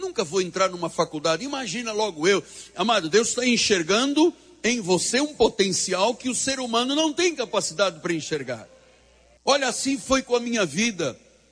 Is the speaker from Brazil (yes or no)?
no; Portugal; eu tinha até sotaque americano sendo português.